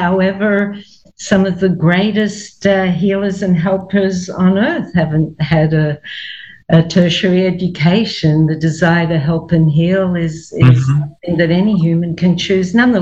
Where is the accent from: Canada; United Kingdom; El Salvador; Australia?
Australia; Melbourne, Victoria; accent: Australian; moved away as an adult; now in New York, United States; It's Australian. It won't leave me, though I've lived in New York for 20-something years. I was born, raised, educated in Melbourne or Melbourne, Australia